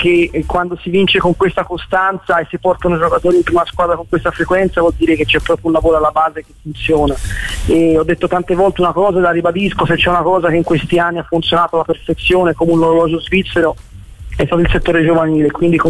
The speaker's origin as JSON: {"language": "Italian", "town": "Florence", "region": "Tuscany", "country": "Italy", "tie": "born there", "said": "io sono nato a Firenze, sono fiorentino"}